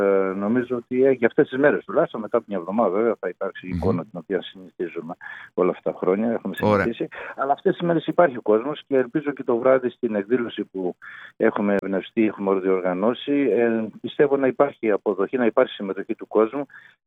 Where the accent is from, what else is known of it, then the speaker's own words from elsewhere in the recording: Peloponnese, Greece; έκαψαν τα χωριά μας.